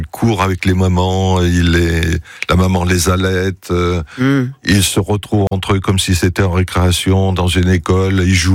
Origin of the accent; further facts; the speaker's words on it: France; on a atterri dans le village de Vézeron-Scurtin, qui se trouve, c'est mon village natal.